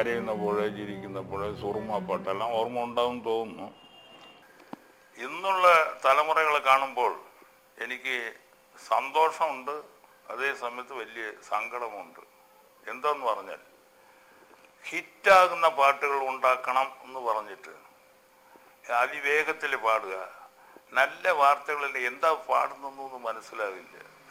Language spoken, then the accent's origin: Malayalam; Kerala, India; ഞാനൊരു മലയാളി എന്നുള്ള നിലയിൽ പറയുകയാണ്